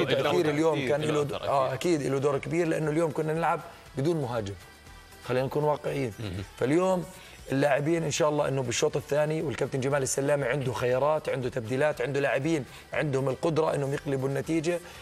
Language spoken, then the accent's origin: Arabic; Jordan; مش لأنه بس إحنا أردنيين ولأنه مشجع الأردن